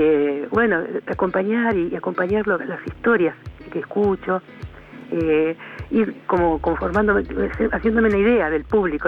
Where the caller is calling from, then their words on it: Chascomús, Buenos Aires Province, Argentina; de Chascomús.